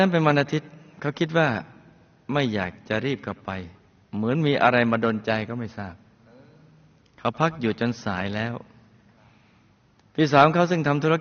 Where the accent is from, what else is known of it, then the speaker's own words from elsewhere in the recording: Phang Nga, Thailand; born there; ผมเกิดในครอบครัวชนบทจังหวัดพังงา